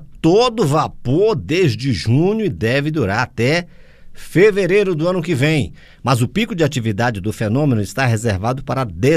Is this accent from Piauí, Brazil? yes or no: yes; Teresina, Piauí, Brazil; Teresina, no Piauí, minha terra querida.